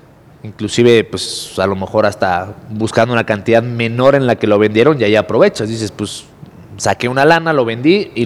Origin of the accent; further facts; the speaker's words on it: Mexico; como mexicanos siempre tratamos de tirarle a todo